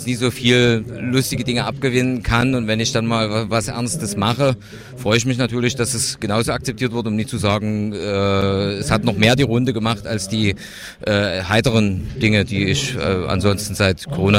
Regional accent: Dresden, Saxony, Germany; Aber ich komme aus Dresden

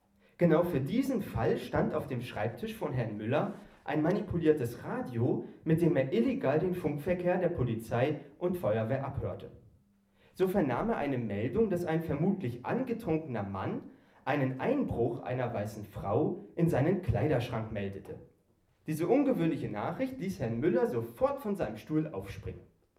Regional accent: Erfurt, Thuringia, Germany; also born or lived in Greifswald; Ich komme ja eigentlich aus Erfurt und war früher mal hier in Greifswald

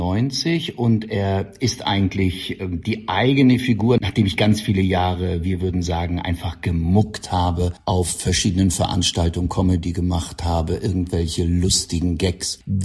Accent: Mecklenburg-Vorpommern, Germany; Da hätte ich auch bleiben können, aber ich wollte so gerne wieder zurück nach Mecklenburg, meine Heimat.

